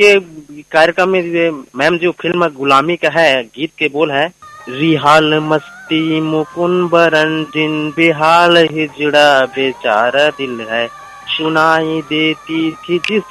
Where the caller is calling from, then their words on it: Balod district, Chhattisgarh, India; हाँ मैं ग्राम मुंडा टोला विकासखंड डोंडी लोहारा जिला बालू छत्तीसगढ़ से डोमेन रहता हूँ बोल रहा हूँ मैम जी।